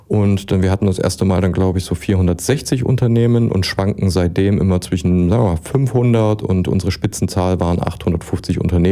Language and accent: German; Zollenroda, Thuringia, Germany; Und ich komme aus Thüringen, aber etwas östlicher. Und zwar komme ich aus Zollenroda.